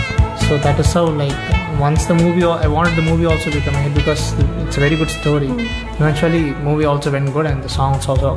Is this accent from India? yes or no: yes; Tirunelveli, Tamil Nadu, India; born there; moved away as an adult; now in Chennai, India; Schooling, when I just did it in Tirunelveli.